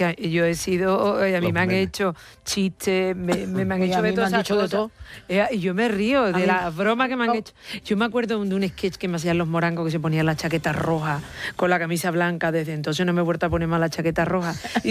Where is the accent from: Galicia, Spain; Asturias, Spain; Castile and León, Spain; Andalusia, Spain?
Andalusia, Spain; Nosotras dos somos andaluzas y venimos de una tierra con mucha guasa.